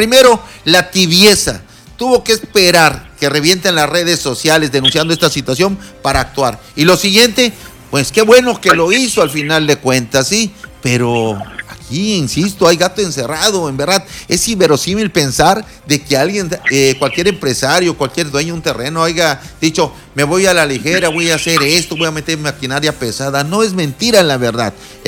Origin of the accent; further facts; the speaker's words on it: Mexico; no nos dejan nada bien parado. Primero como mexicanos y segundo, pues la educación que debemos tener.